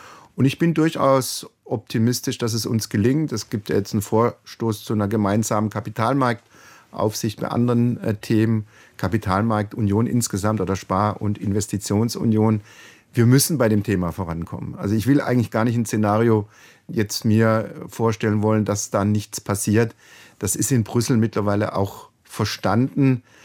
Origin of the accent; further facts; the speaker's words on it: Karlsruhe, Baden-Württemberg, Germany; weil mir das Deutsch-Französische, man hört es mir auch an, als Karlsruher nahe der französischen Grenze groß geworden